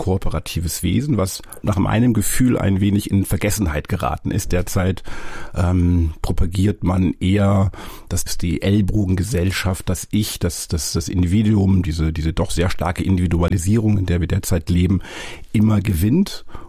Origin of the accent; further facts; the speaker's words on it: Lower Saxony, Germany; Und ich würde als Norddeutscher sagen oder als Ostfriese sagen, wir kommunizieren ganz viel, auch wenn wir nicht viel sagen.